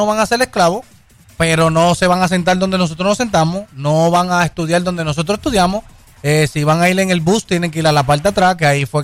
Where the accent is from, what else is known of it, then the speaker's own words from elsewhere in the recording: Puerto Rico; Porque claramente yo soy puertorriqueño.